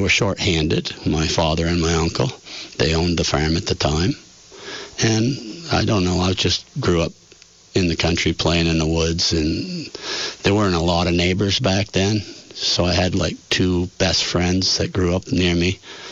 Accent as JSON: {"language": "English", "town": "Barrietown", "region": "Ontario", "country": "Canada", "tie": "born or raised there", "said": "Grew up in Barrietown. I was born in Barrie City Hospital, which no longer exists. I'm the fifth generation."}